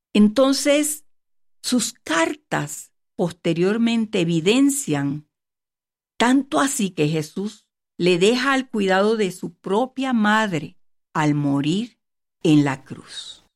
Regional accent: Puerto Rico; mi país natal, Puerto Rico

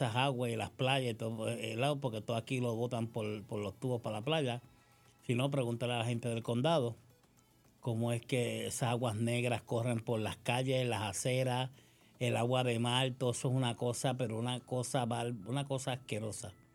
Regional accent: Puerto Rico; Yo, como muchos puertorriqueños

